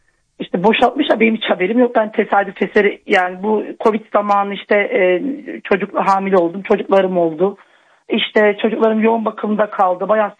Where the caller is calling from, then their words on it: Ankara, Turkey; Ankara'dan arıyorum.